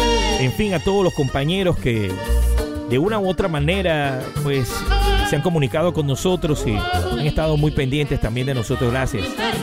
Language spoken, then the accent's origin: Spanish; Panama